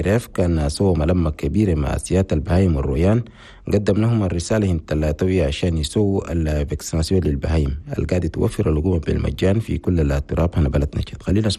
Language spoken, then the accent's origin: Arabic; Chad; قويين العلاقات التعاون القادم ببلدنا تشاد ومصر